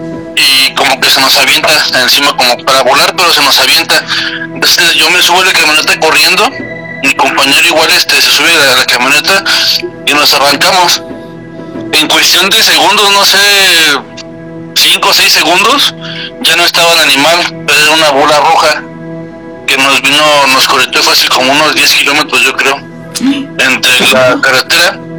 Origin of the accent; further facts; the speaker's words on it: Saltillo, Coahuila, Mexico; yo vengo yo soy de Saltillo, Coahuila. Yo viví mucho tiempo en Coahuila, y lo que es allí en Parras y Ramos Arizpe, se contaban muchas historias de brujas.